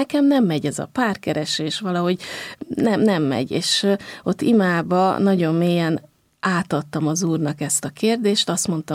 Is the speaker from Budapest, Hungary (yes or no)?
yes; Budapest, Hungary; Budai vár mellett az első kerületben nőttem föl, és a városmajori templomba jártunk templomba.